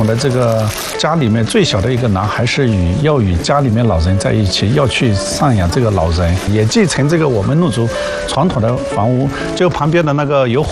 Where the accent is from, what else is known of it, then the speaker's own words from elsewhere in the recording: Yunnan, China; 就是我从小就生在这个房子里面，长在这个房子里面，